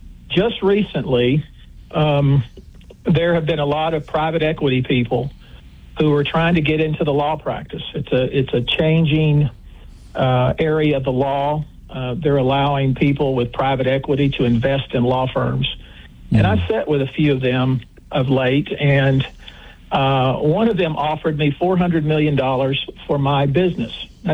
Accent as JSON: {"language": "English", "area": "Cass County", "region": "Texas", "country": "United States", "tie": "born or raised there", "moved": "yes", "said": "I came from Cass County. My dad cut meat. My mother drove our school bus."}